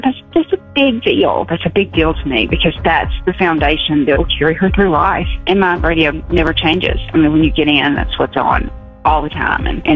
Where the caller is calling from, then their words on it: Lewis Center, Ohio, United States; from Lewis Center